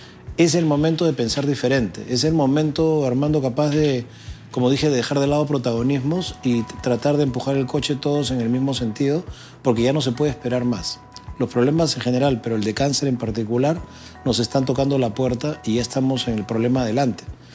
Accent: Peru; y creo que los peruanos nos debemos eso

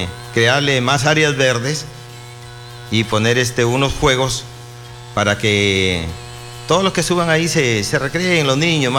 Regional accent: Tamarindo, Piura, Peru; also born or lived in La Libertad; No, soy tamarindeño.

